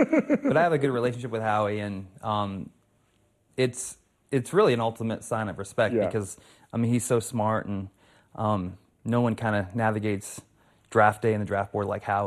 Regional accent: Pennsylvania, United States; And I'm from Pennsylvania.

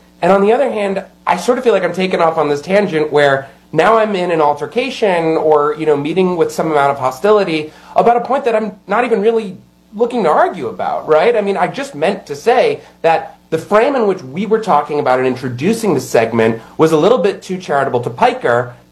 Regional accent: Michigan, United States; Why did I go to Michigan? Because I'm from Michigan

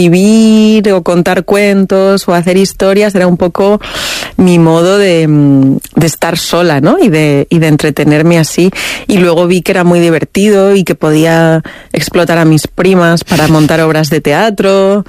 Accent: Madrid, Community of Madrid, Spain; Yo soy de Madrid, pero mis padres son de Extremadura. Uh-huh. Bueno, mis abuelos maternos eran de Cuenca, los paternos de Extremadura.

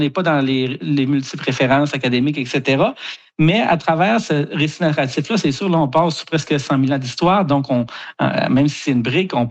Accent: Kedgewick, New Brunswick, Canada; born or raised there

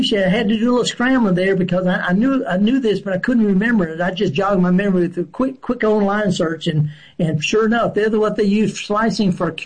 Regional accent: the South, United States; Wait, I'm from the South. We fry stuff and put ketchup on it.

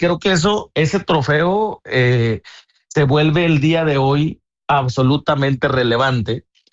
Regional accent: Mexico; Yo tengo mi terruño pues, acá del otro, en una esquina de México.

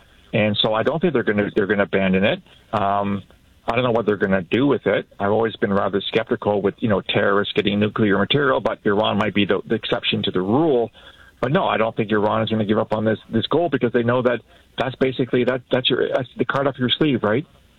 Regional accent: London, Ontario, Canada; I grew up in London. There was London Steel. London Steel closed decades ago

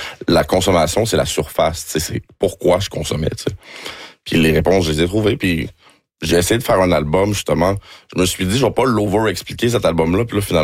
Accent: Montreal, Quebec, Canada; born there; Je suis né à Montréal-Nord, par exemple.

